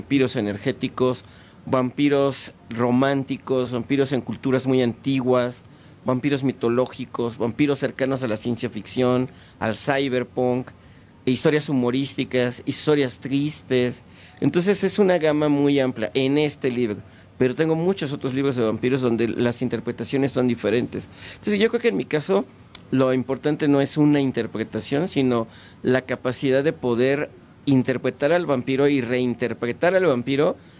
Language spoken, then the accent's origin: Spanish; Mexico